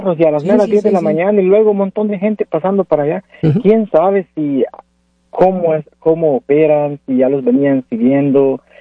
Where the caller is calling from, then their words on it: Edmonds, Washington, United States; Vivo en Edmond, y sí, allí en Edmond, yo vivo ahí en un apartamento bien grande, es grande.